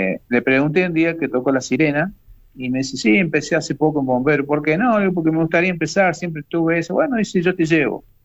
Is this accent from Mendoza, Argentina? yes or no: yes; Mendoza, Argentina; born there; now in Coronel Moldes, Argentina